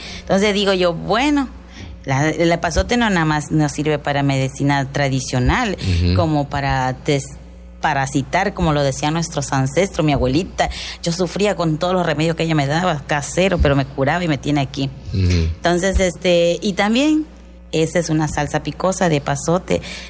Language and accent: Spanish; Mexico; usted sabe que somos mexicanos